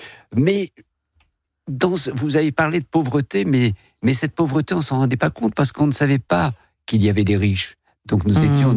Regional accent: Algiers, Algeria; born there; moved away; quand on a quitté l'Algérie précipitamment en 62

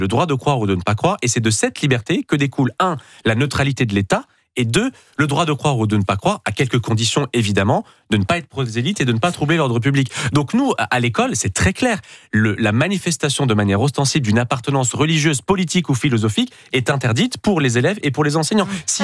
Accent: France; born there; Alors, moi, je ne suis pas venu en France, madame. Je suis né en France.

